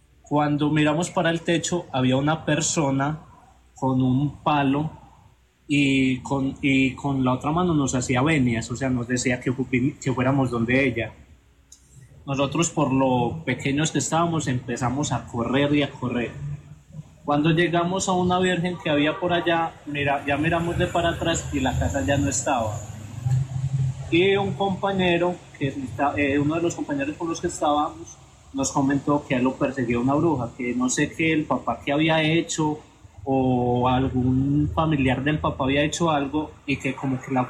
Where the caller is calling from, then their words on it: Medellín, Antioquia, Colombia; En este momento desde Medellín.